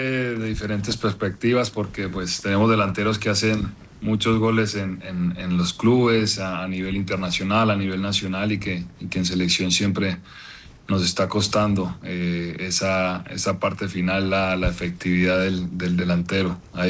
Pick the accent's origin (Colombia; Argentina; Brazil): Colombia; Medellín, Antioquia; moved away; Bien, muy contento de regresar acá a mi ciudad, a Medellín. Hace 9 años, en el 2018 salí de Leones rumbo hacia España. Y bueno, y luego una caravana de países.